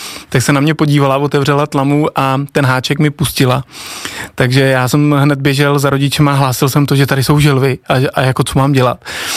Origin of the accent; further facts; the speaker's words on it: Nový Bor, Liberec Region, Czechia; moved away as an adult; also born or lived in Česká Lípa / Prague / London; Pocházím ze severních Čech, narodil jsem se v České Lípě, kde jsme s rodiči a s bratrem starším do mých 2 let bydleli a potom jsme se přestěhovali do Nového Boru, kde jsem vlastně žil do svých 20 let, než jsem utekl do Prahy a do Londýna a prostě do světa.